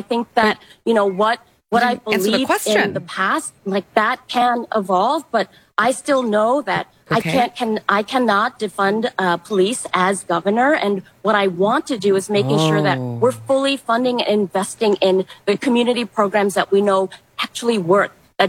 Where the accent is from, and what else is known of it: Madison, Wisconsin, United States; born or raised there